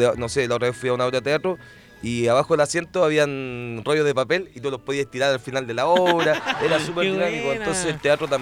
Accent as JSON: {"language": "Spanish", "town": "Santiago", "region": "Santiago Metropolitan Region", "country": "Chile", "tie": "born or raised there", "said": "yo soy oriundo de Quinta Normal"}